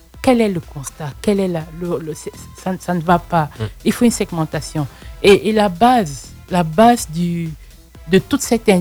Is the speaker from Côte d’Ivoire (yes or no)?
yes; Côte d’Ivoire; je sais que je suis ivoirienne